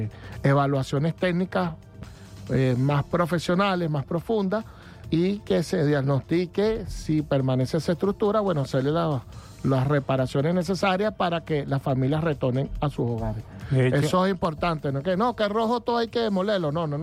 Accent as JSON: {"language": "Spanish", "country": "Venezuela", "said": "nuestra patria, nuestra amada República Bolivariana de Venezuela."}